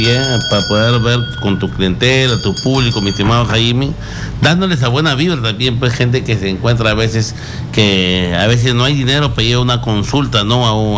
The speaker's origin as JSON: {"language": "Spanish", "town": "Catacaos", "region": "Piura", "country": "Peru", "also_born_or_lived": "Chiclayo / Salas / Penachí", "moved": "as an adult", "lives_now": "Chulucanas, Peru", "said": "yo siempre he parado allá en el norte, soy del norte, ¿no? Yo soy de Catacaos, pero trabajo muchos años ahí en la Guaringa y Salas, Chiclayo, Penachí y la Guaringa. Y ahora, pues ya hace 10 años, ¿no? Un poquito más, que entré a Chulucanas"}